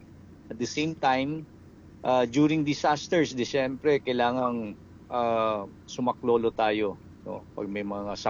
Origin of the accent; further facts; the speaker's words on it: Manila, Metro Manila, Philippines; sa amin sa Manila